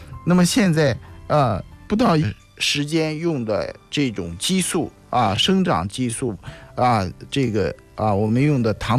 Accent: China; 我们中国人

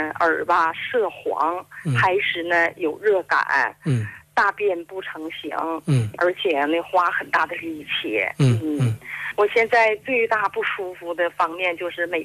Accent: Jilin, China; moved away as an adult; now in Huai'an, China; 盛老师，我是来自吉林的听众，

